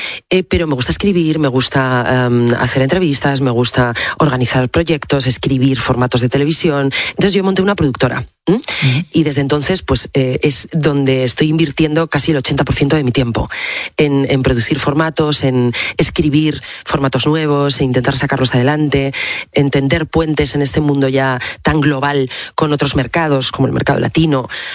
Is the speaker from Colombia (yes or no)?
no; Asturias, Spain; born or raised there